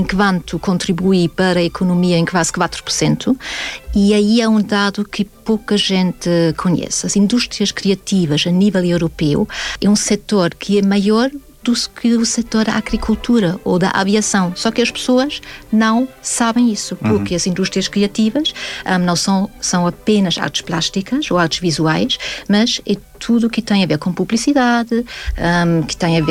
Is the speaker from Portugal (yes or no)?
no; Salzburg, Austria; Mozart, pronto, nasceu em Salzburg, que é a minha cidade natal